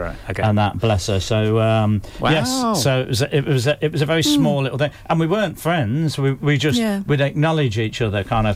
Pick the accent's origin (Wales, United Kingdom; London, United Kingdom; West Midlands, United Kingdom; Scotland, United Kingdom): West Midlands, United Kingdom; Coventry; This is part of my journey through through growing up in Coventry. This is we're into 71 now, and I was 15.